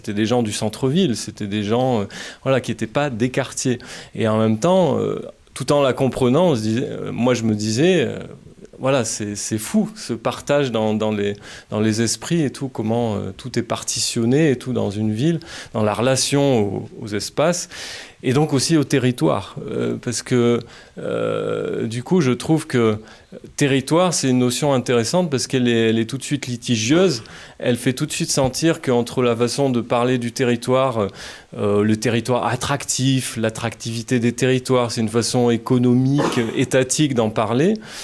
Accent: France; je venais du quartier de la Pradelle.

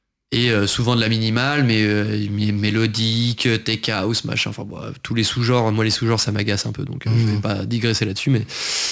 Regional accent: Hauts-de-France, France; now in Paris, France; moi je viens de l'Oise à la base, je suis Picard.

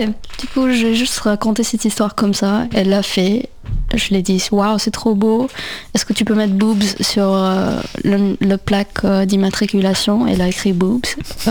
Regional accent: India; moved away; j'ai grandi en Inde et la première fois que je suis venue en France, c'était en 2012

